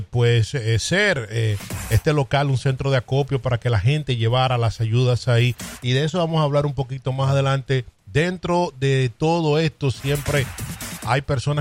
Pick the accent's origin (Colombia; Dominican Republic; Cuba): Dominican Republic